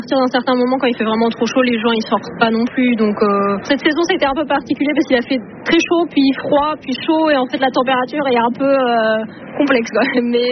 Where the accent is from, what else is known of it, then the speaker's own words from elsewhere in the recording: Nouvelle-Aquitaine, France; j'ai 25 ans, je suis originaire de la Dordogne et je me suis réinstallée du coup en Dordogne